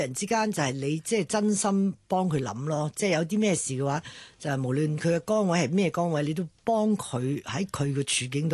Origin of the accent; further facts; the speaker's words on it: Hong Kong; born there; 我哋屋企係上海嚟嘅，即係我喺香港出世，但我屋企本來喺上海做廠，因為咁當其時嚟香港亦都開廠